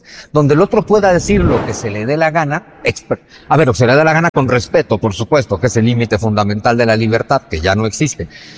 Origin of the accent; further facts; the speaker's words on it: Mexico; Todos los que habitamos México somos el pueblo mexicano. 128 millones de mexicanos que habitamos este país y como 30 millones de mexicanos que están fuera de él, todos juntos somos el pueblo mexicano